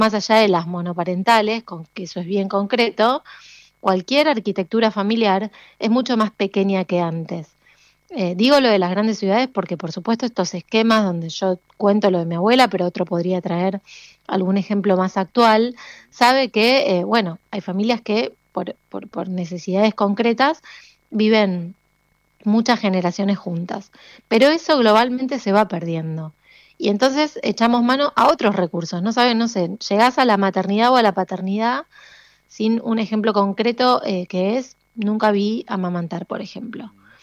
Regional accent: Rojas, Buenos Aires Province, Argentina; moved away; yo vengo de una zona relativamente rural, me crié en Rojas, provincia de Buenos Aires, y mis abuelos venían del campo

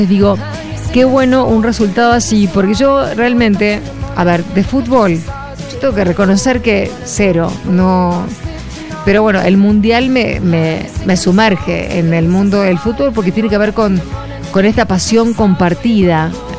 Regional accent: Argentina; por mí como argentina

